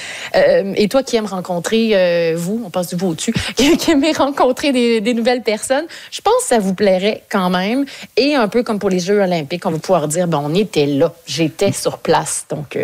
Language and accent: French; Quebec City, Quebec, Canada; now in Vancouver, Canada; moi aussi, je suis une petite fille de Québec. Je suis une fille de Sainte-Foy.